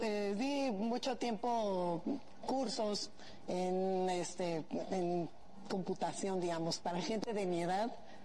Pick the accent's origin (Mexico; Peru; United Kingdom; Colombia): Mexico; Sí, somos mexicanos 100%.